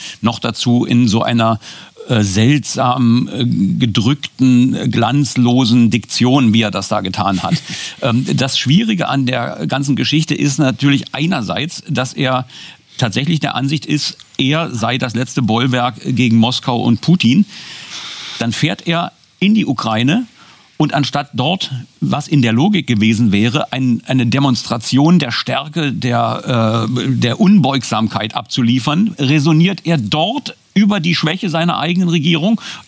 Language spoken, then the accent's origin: German; Germany